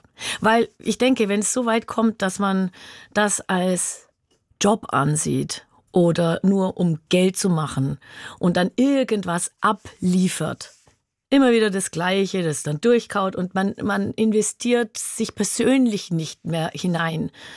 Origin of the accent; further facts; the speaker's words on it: Günzburg, Bavaria, Germany; Ich bin in Günzburg an der Donau aufgewachsen. Das ist ein kleines, eine große Kreisstadt des Landkreises Günzburg mit ungefähr 20.000 Einwohnern.